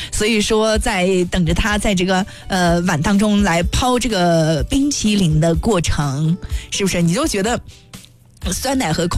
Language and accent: Chinese; Xinjiang, China; 就是可能就是我新疆人的这种慷慨大方，